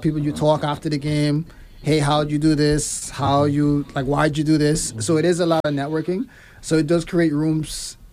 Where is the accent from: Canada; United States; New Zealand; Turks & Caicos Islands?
Turks & Caicos Islands; Cockburn Town, Grand Turk; born and raised in Grand Turk.